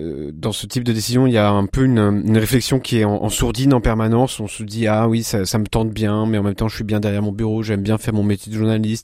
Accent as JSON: {"language": "French", "town": "Versailles", "region": "Île-de-France", "country": "France", "tie": "born or raised there", "moved": "as an adult", "said": "je suis originaire de Versailles, donc j'ai toujours vécu en région parisienne"}